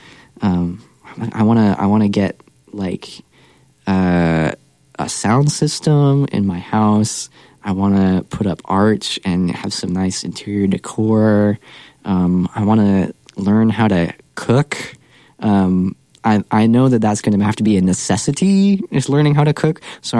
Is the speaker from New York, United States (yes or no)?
no; Arizona, United States; And then I say I'm from Arizona, and they're like, wow, Arizona, that's so far.